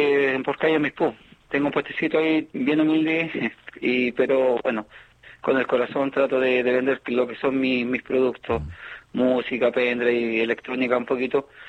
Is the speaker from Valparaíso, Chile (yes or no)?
no; Linares, Maule, Chile; lo hago por Linares, lo hago por mi tierra y mi pueblo.